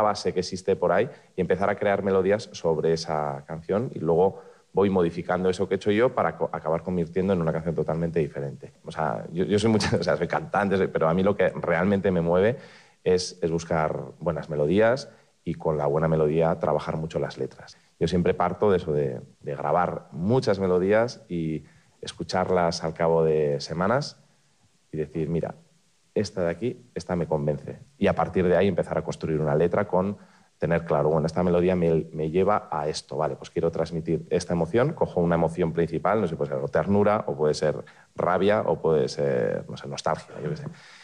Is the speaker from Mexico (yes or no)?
no; Yécora, Basque Country, Spain; born there; also born or lived in Vitoria-Gasteiz; Encerrado en mi habitación, en Yécora, en mi pueblo, en Gasteiz